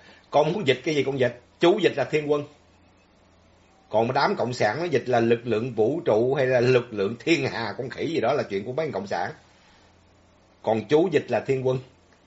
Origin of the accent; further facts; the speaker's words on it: Southern Vietnam, Vietnam; Tôi là người gốc Bắc, nhưng mà tôi sinh trưởng lớn lên ở miền Nam thì tôi dùng chữ miền Nam thôi.